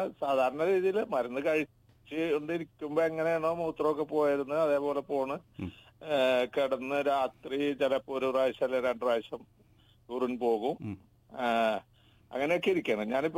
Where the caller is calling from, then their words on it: Abu Dhabi, United Arab Emirates; ഞാൻ വിദേശത്ത് നിന്നാണ്, അബുദാബിന്ന് വിളിക്കണം.